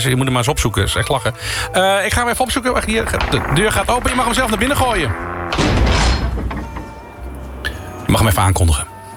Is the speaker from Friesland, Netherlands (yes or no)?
no; Limburg, Netherlands; accent: Limburg; Zit mijn Limburgs accent wat hier in de weg zit?